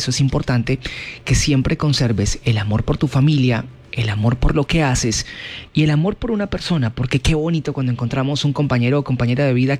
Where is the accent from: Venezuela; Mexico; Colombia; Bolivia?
Colombia; Silvia, Cauca; a raíz de la cuarentena me regresé a mi pueblo natal, Silvia, y aquí comprendí que amo a esa persona